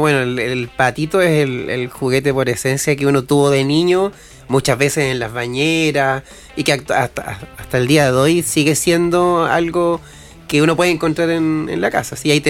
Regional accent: Antofagasta, Chile; moved away as an adult; now in Coquimbo Region, Chile; yo soy de Antofagasta, ¿ya? Cuando llegué acá a la cuarta región, por ahí por el 2015, ¿ya?

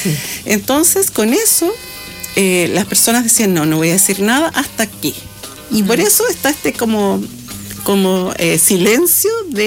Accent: Chile; nosotros como chilenos

